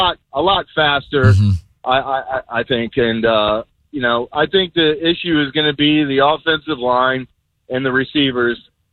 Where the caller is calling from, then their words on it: Pinellas, Florida, United States; I'm calling from Pinellas Park.